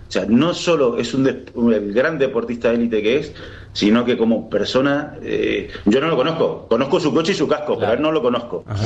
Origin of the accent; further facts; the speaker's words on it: Guaymallén, Mendoza, Argentina; moved away as an adult; now in Madrid, Spain; Yo soy de Mendoza. He vivido siempre en Guaymallén, en distintos barrios, pero uh-huh. siempre en Guaymallén. Y me fui por la situación económica.